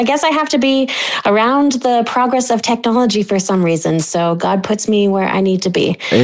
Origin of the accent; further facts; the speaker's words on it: Silicon Valley, California, United States; moved away; I grew up in Silicon Valley. You're near it, you know, and never thought I'd leave California.